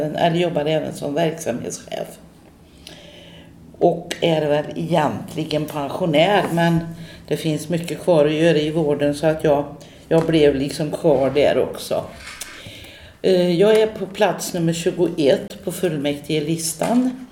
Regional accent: Falköping, Västra Götaland County, Sweden; Jag är född och uppvuxen i Falköping och bor fortfarande kvar. Jag var den som aldrig kom iväg härifrån.

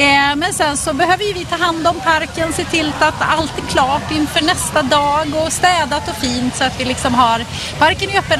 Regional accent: east coast, Sweden; now in Västergötland, Sweden; då ska jag åka till östkusten där jag kommer ifrån. Jag är inte från Västergötland

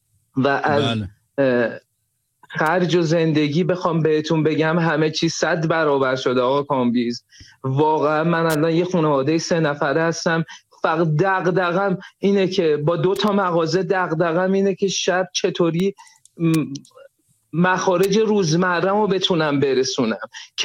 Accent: Iran; born there; ما بدبختیمونه که تو ایران به دنیا اومدیم

